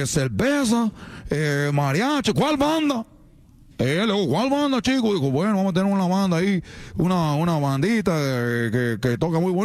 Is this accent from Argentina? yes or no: no; Cuba; Yo soy de Cuba.